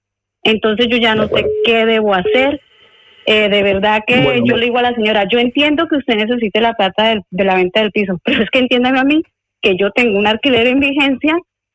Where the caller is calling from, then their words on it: Madrid, Community of Madrid, Spain; llamo de Madrid.